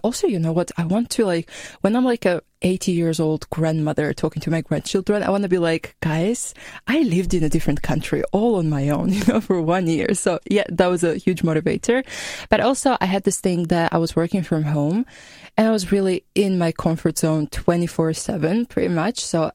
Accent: Georgia; moved away as an adult; now in Austria; I'm from Georgia. I'm 25. So, being 25 and coming to a different country as a volunteer

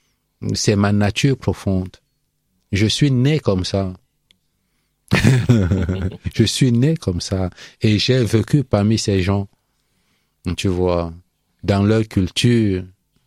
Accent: Bafoussam, West, Cameroon; déjà tout petit au Cameroun, moi, j'ai grandi à Bafoussam. Avant, j'ai commencé à parler Bafoussam, avant même de parler le Bassa.

